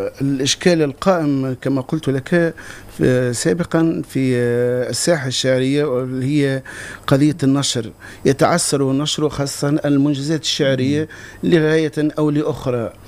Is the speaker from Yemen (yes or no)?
no; El Kef, Kef Governorate, Tunisia; now in Nebeur, Tunisia; لمن لا يعرفه هو شاعر من مدينة الكاف وقاطن بمدينة نبر